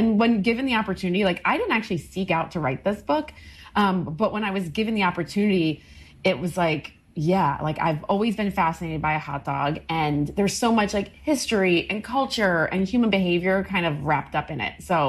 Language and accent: English; Maryland, United States; Like me growing up in Maryland, those are always the things, a hot dog or a hamburger.